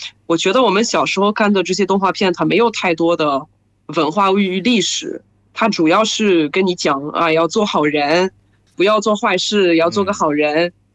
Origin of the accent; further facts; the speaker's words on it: France; Chinese is a second language; 我是来自法国的